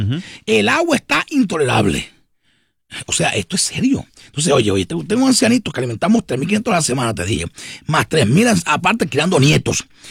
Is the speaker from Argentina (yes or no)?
no; Puerto Rico